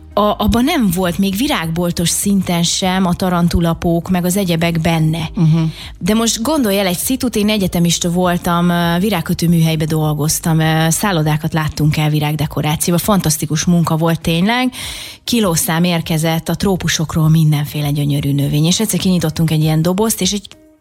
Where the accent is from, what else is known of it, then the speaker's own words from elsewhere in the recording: Budapest, Hungary; now in Homokhátság, Hungary; Én a 16. kerületben, Kertvárosban nőttem föl egyébként, tehát független attól, hogy most a homokhátságon tengetem a homoksivatagba az életemet.